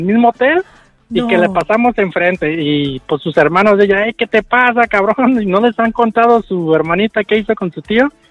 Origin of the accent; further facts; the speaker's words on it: Guadalajara, Jalisco, Mexico; Que me regreso para donde nosotros somos de acá de Guadalajara y estamos en Puerto Vallarta